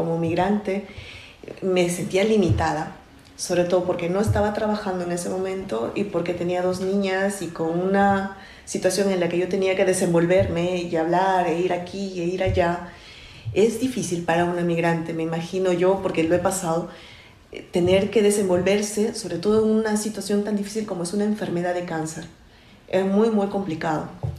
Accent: Peru; moved away

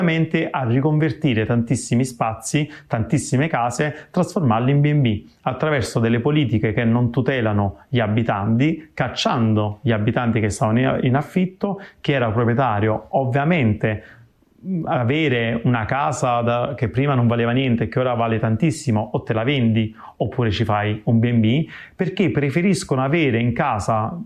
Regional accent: Naples, Campania, Italy; e noi da napoletani abbiamo difficoltà a trovare una pizzeria che faccia una pizza buona.

